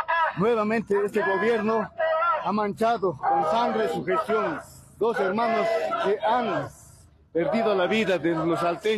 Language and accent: Spanish; Bolivia; Pero nosotros, como bolivianos, bajo una sola causa, vamos a ir a pedir, vamos a bajar con una marcha pacífica hasta el kilómetro cero, hasta la ciudad de La Paz